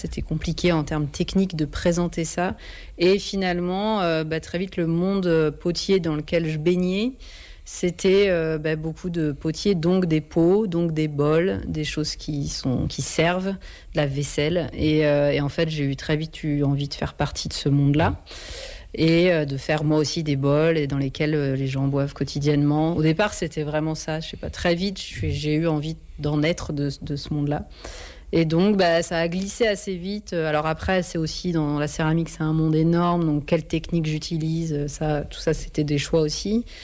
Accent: Reims, Grand Est, France; moved away; also born or lived in Arras; je suis originaire de Reims.

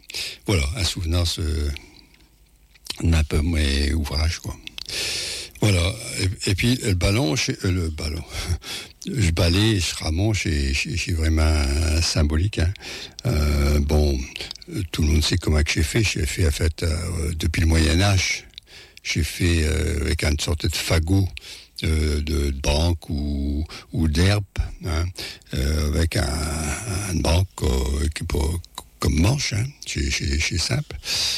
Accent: Paris, Île-de-France, France; et là je ne viens pas des Amériques, je viens plutôt de Paris

